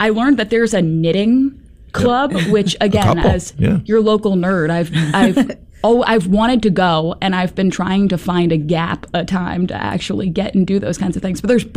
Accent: Philadelphia, Pennsylvania, United States; moved away as an adult; now in Syracuse, United States; So I grew up in Philadelphia.

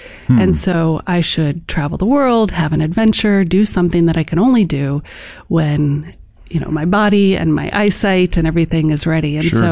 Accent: Chicago, Illinois, United States; I grew up in Chicago

